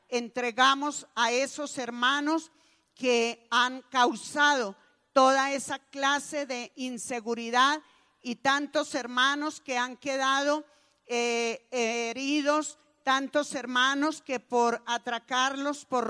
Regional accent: Colombia

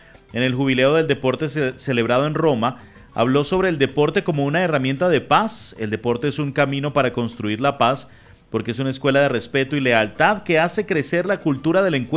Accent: Venezuela; now in Medellín, Colombia; Yo soy de Venezuela, vivo en Medellín.

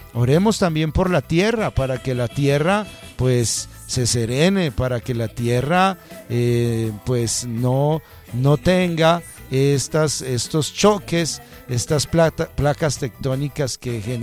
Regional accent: Colombia; Pero como colombianos, Colombia es un país creyente, Colombia es un país orante.

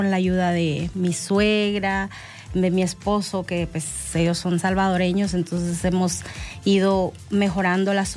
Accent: Guatemala; También hacemos tapado guatemalteco. Yo soy guatemalteca.

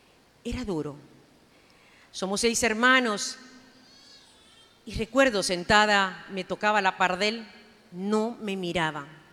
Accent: El Salvador; moved away as an adult; en mi país se llama jocote.

